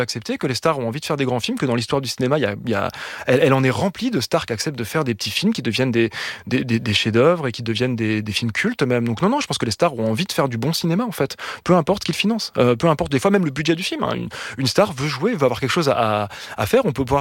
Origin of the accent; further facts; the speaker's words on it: Lyon, Auvergne-Rhône-Alpes, France; Moi, j'ai grandi à Lyon, et à Lyon, il y a un endroit assez